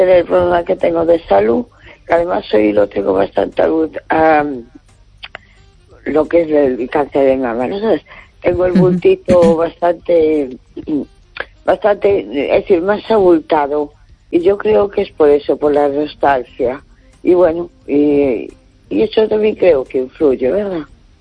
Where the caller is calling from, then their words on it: A Coruña, Galicia, Spain; Hola, buenas noches … de Coruña.